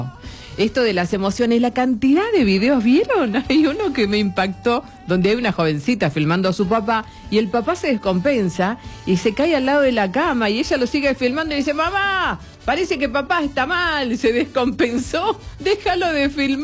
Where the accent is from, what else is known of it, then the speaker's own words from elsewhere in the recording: Argentina; así somos los argentinos, intensos.